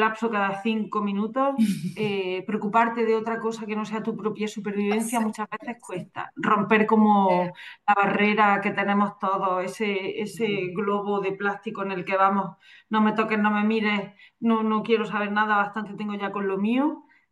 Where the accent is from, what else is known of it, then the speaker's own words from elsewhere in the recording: Andalusia, Spain; yo que soy de Andalucía, nosotros tenemos una conexión con el mar muy grande